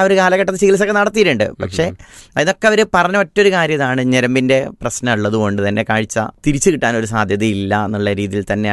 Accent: Koodaranji, Kerala, India; കോഴിക്കോട് ജില്ലയിലെ മലയോര മേഖലയിലെ ഒരു പ്രദേശമാണ് കൂടരഞ്ഞി. അവിടെയാണ് ജനിച്ചു വളർന്നത്.

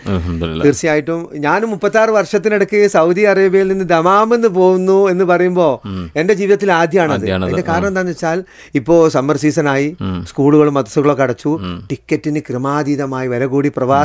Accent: Thechi, Kozhikode district, Kerala, India; moved away as an adult; now in Saudi Arabia; ഞാൻ ജനിച്ചു വളർന്നപ്പോഴേ ഈ കിനാലൂർ എസ്റ്റേറ്റ് എന്ന് പറഞ്ഞ ഈ തൊഴിലാളികൾ താമസിക്കുന്ന ഇടത്ത് തെച്ചി എന്നൊരു കൊച്ചു ഗ്രാമത്തിൽ, അവിടെ സ്ട്രീറ്റ് ലൈറ്റ് ഇല്ല, സ്കൂളുകളില്ല, ഒന്നുമില്ല, അത് ഒറ്റപ്പെട്ടൊരു സ്ഥലമായിരുന്നു.

